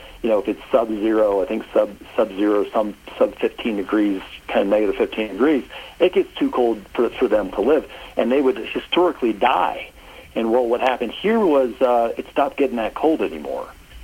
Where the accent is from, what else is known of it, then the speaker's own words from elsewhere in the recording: Texas, United States; also born or lived in Oklahoma; I was born in Oklahoma, and I grew up in Texas.